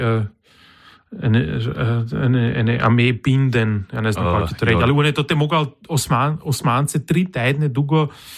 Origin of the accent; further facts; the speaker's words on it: Burgenland, Austria; ich bin Burgenländer